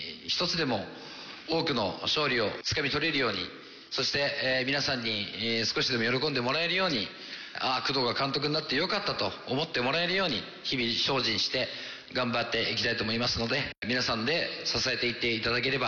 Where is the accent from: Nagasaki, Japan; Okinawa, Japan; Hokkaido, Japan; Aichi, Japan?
Aichi, Japan; Nagoya; moved away; 私は名古屋出身の人間でもありますので、こうやって、自分のふるさとに、帰って